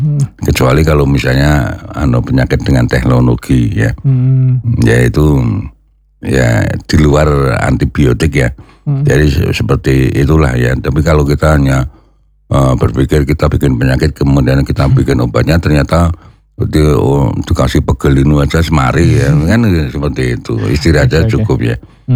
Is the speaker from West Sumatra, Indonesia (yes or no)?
no; Mersi, Central Java, Indonesia; Ada yang tanah seperti di Mersi, daerah saya kan di Mersi ya. Itu banyak sekali mengandung pasir.